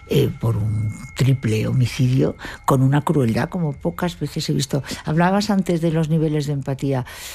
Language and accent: Spanish; Cádiz, Andalusia, Spain; Me crié en Cádiz, soy bilingüe.